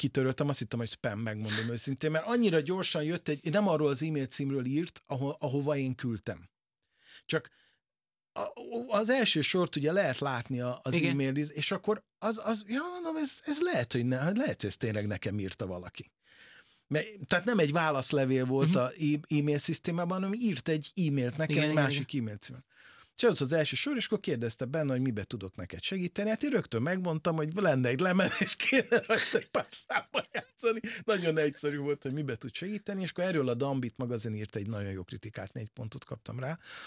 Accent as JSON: {"language": "Hungarian", "region": "Budapest", "country": "Hungary", "said": "ilyen angyalföldi vagyok."}